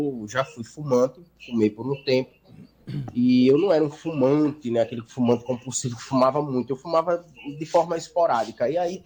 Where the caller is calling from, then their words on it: Jaboatão dos Guararapes, Pernambuco, Brazil; sou da cidade de Jaboatão dos Guararapes, bairro do Cavaleiro.